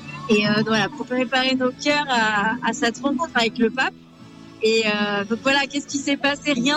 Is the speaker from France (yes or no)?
yes; Annecy, Auvergne-Rhône-Alpes, France; mais on vient du diocèse d'Annecy.